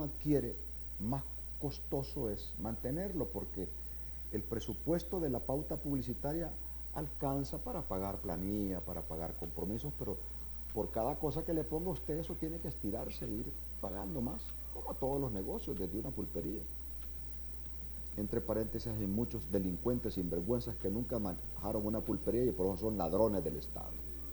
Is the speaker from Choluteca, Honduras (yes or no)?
yes; Choluteca, Honduras; moved away; …, el satélite de Choluteca, en honor a mi pueblo.